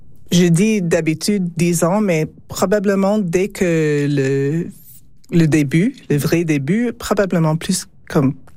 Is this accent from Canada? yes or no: yes; Edmonton, Alberta, Canada; born there; Regina, c'est pas ma ville natale, c'est Edmonton actuellement